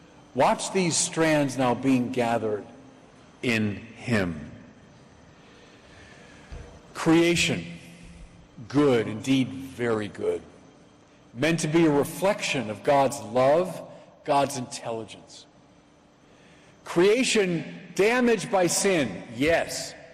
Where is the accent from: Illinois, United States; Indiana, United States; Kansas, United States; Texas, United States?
Illinois, United States; Chicago; I'm from Chicago.